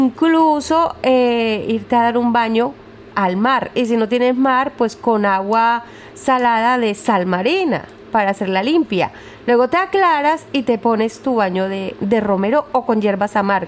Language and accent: Spanish; Cali, Valle del Cauca, Colombia; yo vengo de Cali